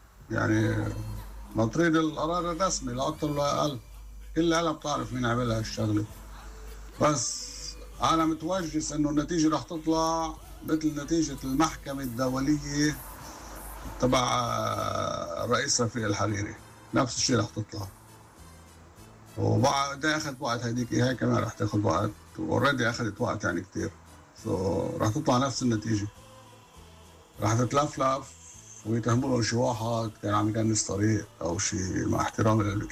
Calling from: Canada

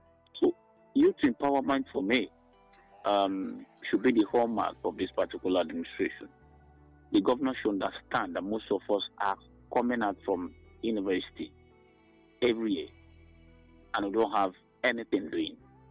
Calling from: Enugu State, Nigeria; I'm calling from Obenimbo, Nozowani local government.

